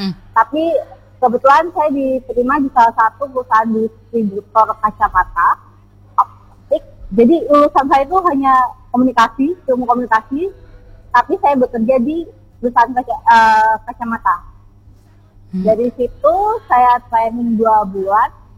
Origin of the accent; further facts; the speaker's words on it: Situbondo, East Java, Indonesia; moved away as an adult; also born or lived in Malang; now in Jakarta, Indonesia; Saya aslinya dari Situbondo.